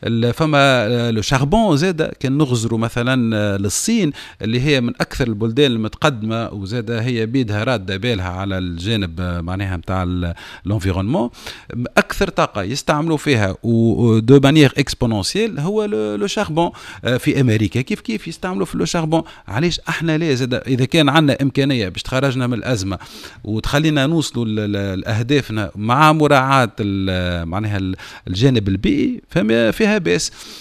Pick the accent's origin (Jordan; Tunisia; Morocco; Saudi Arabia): Tunisia; بلادنا تونس